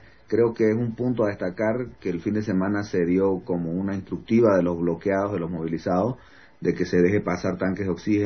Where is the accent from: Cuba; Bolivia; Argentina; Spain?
Bolivia; como bolivianos, como ciudadanos que estamos actualmente acá viviendo lo que está pasando en la ciudad de La Paz